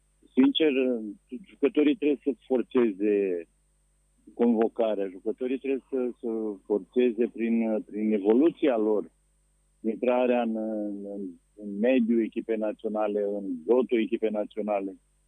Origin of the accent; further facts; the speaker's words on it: Craiova, Dolj, Romania; am crescut în Craiova, sunt din Craiova.